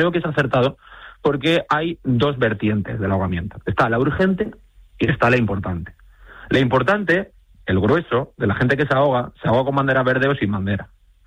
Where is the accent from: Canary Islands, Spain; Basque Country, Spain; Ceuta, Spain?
Canary Islands, Spain; Siendo canario, de hecho, debería estar dentro de los mandamientos, ¿no?